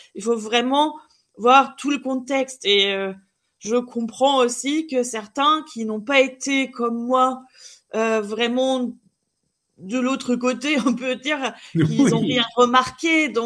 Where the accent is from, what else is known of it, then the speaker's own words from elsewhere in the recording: East Germany, Germany; French is a second language; now in Angers, France; je suis originaire d'Allemagne de l'Est, où j'ai passé toute mon enfance. Et ça, c'est important que je l'ai passé dans un presbytère protestant avec un père théologien